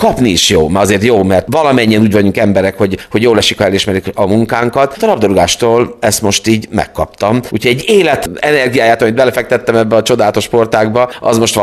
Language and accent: Hungarian; Fehérgyarmat, Szabolcs-Szatmár-Bereg, Hungary; a Potyok partjáról, ami most ugye rendezvénytér, hiszen ott nőttem fel a futballpálya szomszédságában